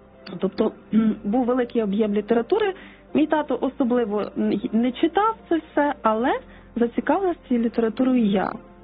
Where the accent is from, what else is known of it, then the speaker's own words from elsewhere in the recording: Yaremche, Ivano-Frankivsk Oblast, Ukraine; born there; я народилася в чудовому карпатському містечку Яремче. Така мальовнича перлинка туристична. В сім'ї медиків.